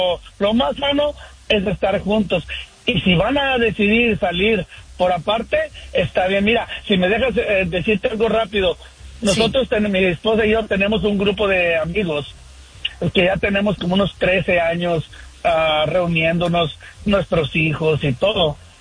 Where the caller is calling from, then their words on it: Sacramento, California, United States; Buen día, aquí de Sacramento